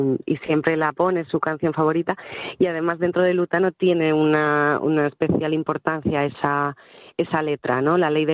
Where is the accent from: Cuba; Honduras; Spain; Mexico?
Spain; Asturias; escribir en asturiano y escribir como escribían como habla la gente, claro, de mi alrededor, la gente de mi pueblo.